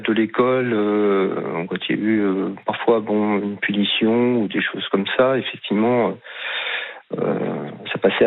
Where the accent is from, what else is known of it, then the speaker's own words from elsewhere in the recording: Cherbourg, Normandy, France; je suis de Normandie, exactement à Cherbourg.